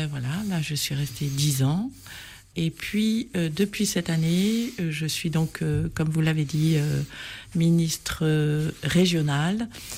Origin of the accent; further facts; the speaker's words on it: Normandy, France; moved away; viens d'un milieu catholique, je suis née dans une ferme, enfin je ne suis pas née, j'ai grandi dans une ferme en Seine-Maritime.